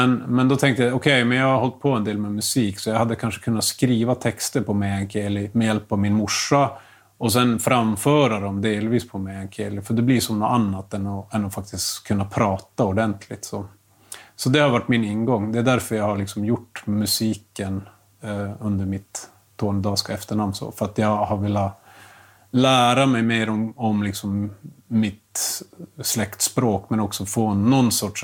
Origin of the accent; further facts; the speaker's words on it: Norrbotten County, Sweden; Men som sagt, jag växte upp i Malmfälten och då var det som att meänkieli var ett låtsaspråk och ansågs inte tillräckligt fint.